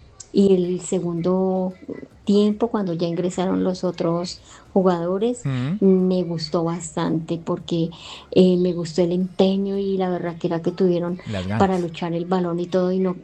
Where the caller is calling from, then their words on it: Soacha, Cundinamarca, Colombia; Desde acá les hablo desde Soacha, San Mateo.